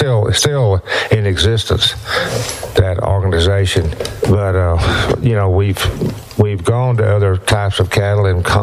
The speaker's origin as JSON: {"language": "English", "town": "Waco", "region": "Texas", "country": "United States", "tie": "born or raised there", "said": "I grew up in Waco, Texas. My mother was the only child, and she married a banker, and the bank that he was involved with, the family bank, was in Waco."}